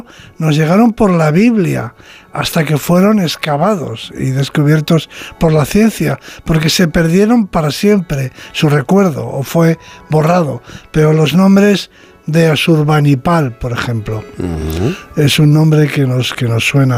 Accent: Spain; Me confirma en lo que siempre he pensado, de que somos los españoles

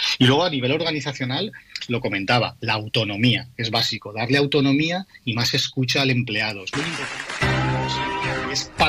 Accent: Algemesí, Valencian Community, Spain; estuve mucho tiempo poniendo gasolina en Algemesí, que es de donde yo soy.

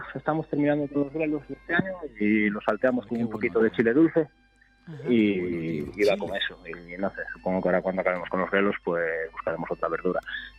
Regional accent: Chantada, Galicia, Spain; Sí, sí, yo nací en Chantada de toda la vida.

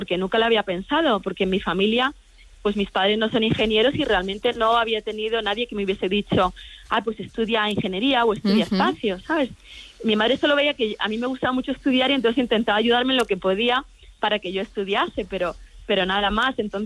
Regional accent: Madrid, Community of Madrid, Spain; Lo cierto es que, bueno, yo soy de Madrid, como he comentado

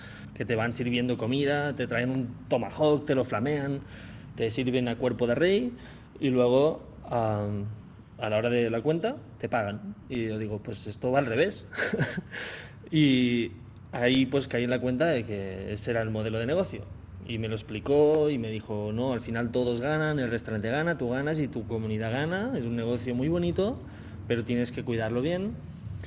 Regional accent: Olot, Catalonia, Spain; born there; yo en verano pues seguía grabando algún videito en mi pueblo. Pero ¿quién va a ir a mi pueblo de Olot?

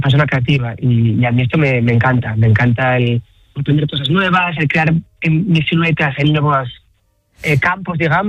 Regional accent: Asturias, Spain; mi familia me inspira mucho, tengo colecciones inspiradas en la mitología asturiana, en los colores de mi pueblo, de la naturaleza

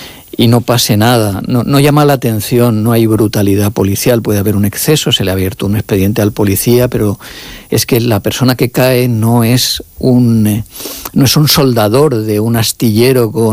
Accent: Valencian Community, Spain; Y soy alicantino, o sea, valenciano.

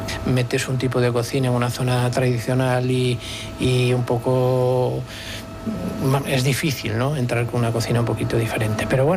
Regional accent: Mondoñedo, Galicia, Spain; Pues nosotros somos de Mondoñedo, a un pueblecito de aquí

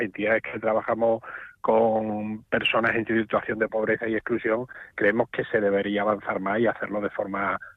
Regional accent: Extremadura, Spain; como extremeños, y yo me siento muy extremeño

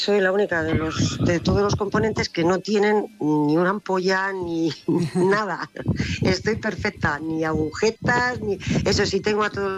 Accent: Alicante, Valencian Community, Spain; Pues hemos salido desde Alicante, dos familias, una de Murcia y nosotros que somos de Alicante.

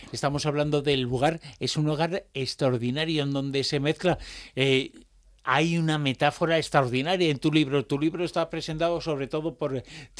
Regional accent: Galicia, Spain; born there; como persona que soy de no exactamente del lugar, pero soy de Galicia

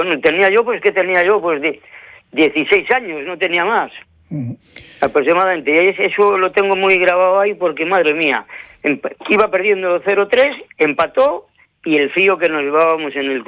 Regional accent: El Astillero, Cantabria, Spain; yo soy de Astillero y soy socio del Unión Club

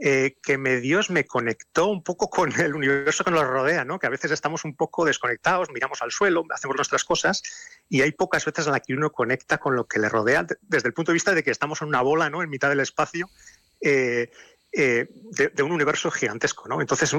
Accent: Pamplona, Navarre, Spain; Yo soy de Pamplona, pero tengo mis padres y mis abuelos eran de Lodosa.

